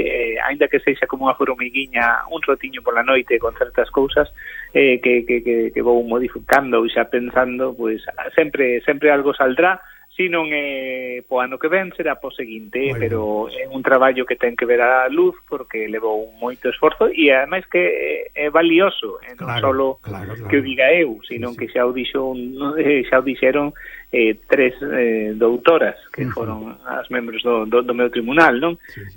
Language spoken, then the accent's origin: Galician; Vimianzo, Galicia, Spain; Esta non me acaban de dar destino definitivo no meu pobo, en Vimianzo, donde empezo a partir do 1 de setembro